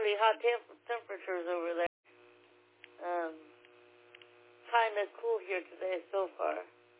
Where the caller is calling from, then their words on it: Long Beach, California, United States; We're semi-desert here in Long Beach, California. That's where I am. By the coast in southeast Los Angeles County. They call it a chaparral here.